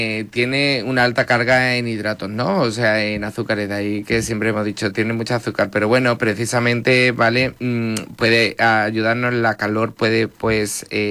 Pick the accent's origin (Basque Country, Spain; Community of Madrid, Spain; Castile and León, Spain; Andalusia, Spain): Andalusia, Spain; o sea, nuestro líquido es el agua y además somos andaluces, nuestra dieta es maravillosa.